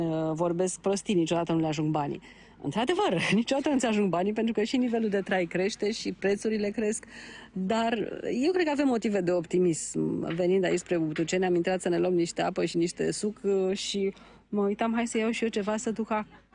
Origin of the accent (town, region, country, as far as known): Romania